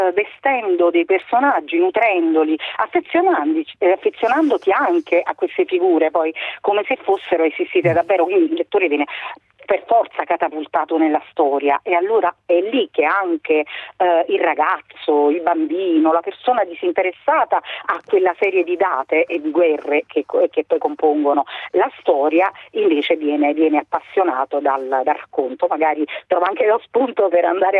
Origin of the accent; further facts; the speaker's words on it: Naples, Campania, Italy; moved away as an adult; now in Province of Avellino, Italy; io sono napoletana, ma sono da più di 35 anni qui in provincia di Avellino